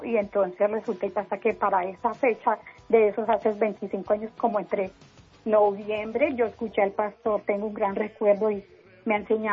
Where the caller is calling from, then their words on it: Soacha, Cundinamarca, Colombia; En Suacha.